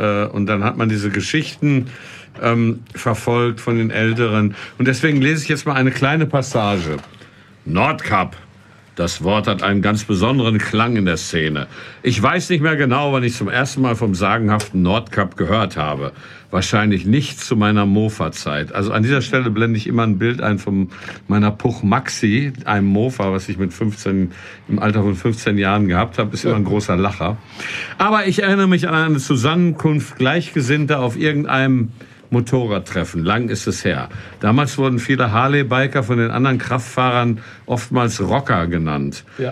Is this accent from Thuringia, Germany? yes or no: no; Detmold, North Rhine-Westphalia, Germany; moved away as an adult; also born or lived in Frankfurt; bin ich ja aus Westfalen, ne, aus der Nähe von Bielefeld übrigens, aus Detmold, bin ich dann nach Frankfurt gekommen, ins Rhein-Main-Gebiet.